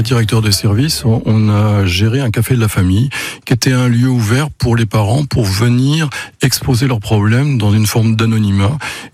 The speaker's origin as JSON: {"language": "French", "town": "Le Mans", "region": "Pays de la Loire", "country": "France", "tie": "born there", "said": "je suis né au Mans il y a 73 ans."}